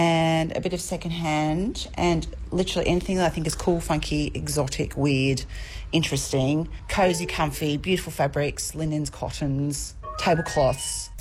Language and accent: English; Melbourne, Victoria, Australia; I have, so because it's a bit humid up here, I found, because I'm from Melbourne, you know.